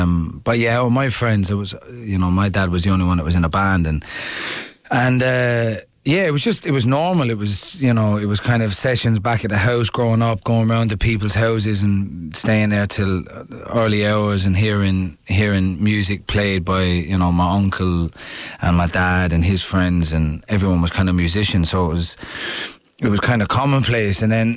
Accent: Ireland; I was growing up in Ireland as well.

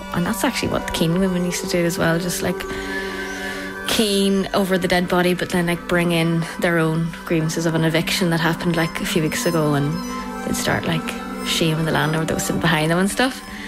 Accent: Northern Ireland, United Kingdom; I am from Fermanagh.

